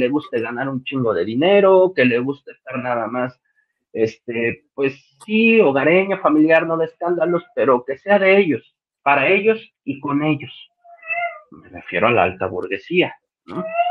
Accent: Mexico; como todo mexicano me chingué la rodilla también

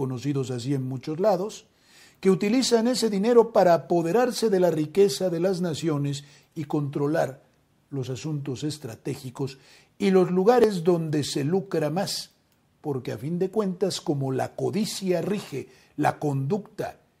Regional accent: Mexico; como los mexicanos somos muy buenos anfitriones

